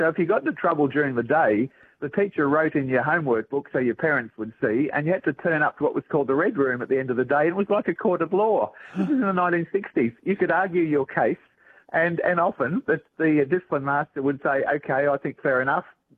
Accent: Wollongong, New South Wales, Australia; moved away as an adult; also born or lived in Northern Territory; I grew up in Wollongong and though I fled to the Territory when I was 22 and stayed for 40 years because I loved it so much.

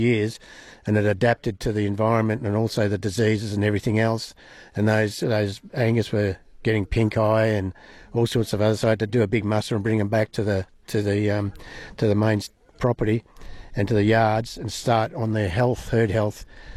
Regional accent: Western Australia, Australia; Well, I come from the Kimberley. I reckon still Kimberley ringers are better.

